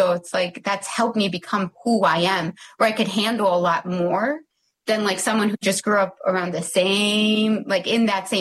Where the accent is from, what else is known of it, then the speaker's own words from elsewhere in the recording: United States; born there; No, like I was born here. I'm just as much American as anyone else.